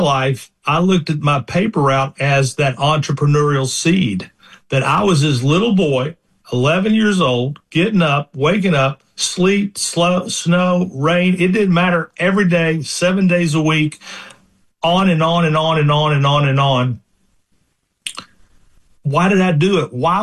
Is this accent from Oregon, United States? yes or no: no; Kentucky, United States; I'm from Kentucky